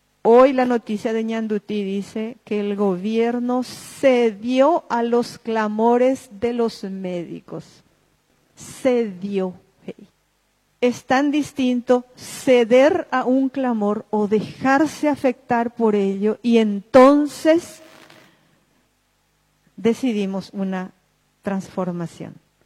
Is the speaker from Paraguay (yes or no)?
yes; Paraguay